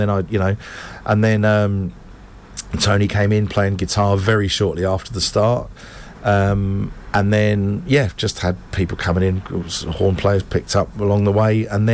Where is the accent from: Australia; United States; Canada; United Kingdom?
United Kingdom; London; it was multicultural London. So there was Jamaican kids and Spanish kids. And so we're Irish Catholics.